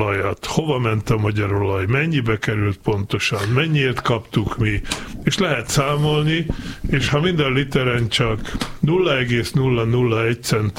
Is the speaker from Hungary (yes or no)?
no; Balog nad Ipľom, Banská Bystrica Region, Slovakia; az én szülőfalumtól, Ipolybaloktól 7 kilométer